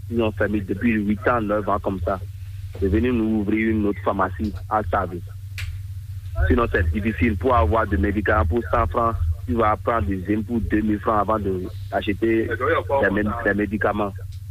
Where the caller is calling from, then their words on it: Ouidah, Atlantique, Benin; Ça va bien chez nous à Ouida.